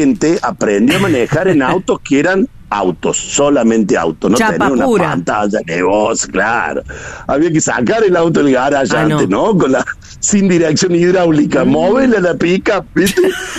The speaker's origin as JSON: {"language": "Spanish", "region": "Córdoba", "country": "Argentina", "said": "Ya se dieron cuenta que soy de Córdoba."}